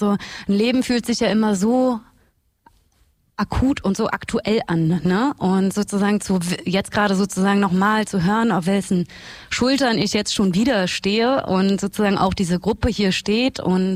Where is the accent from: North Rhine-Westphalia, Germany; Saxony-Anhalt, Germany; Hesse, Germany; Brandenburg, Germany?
Brandenburg, Germany; bin eigentlich Brandenburgerin und bin aber auch in so einer kleinen Stadt wie diese hier aufgewachsen.